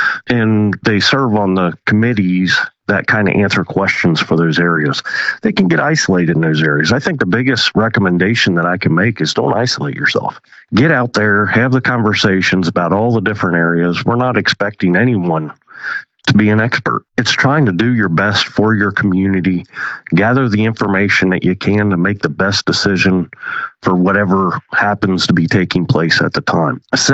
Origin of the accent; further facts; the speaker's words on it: Harrison, United States; I was born and raised in Harrison. Spent my whole life pretty much running around the streets of Harrison